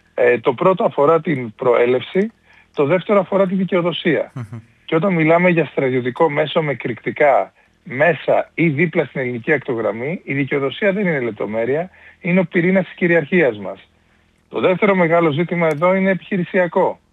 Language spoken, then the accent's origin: Greek; Lefkada, Ionian Islands, Greece; και η Λευκάδα, επειδή είναι και το νησί μου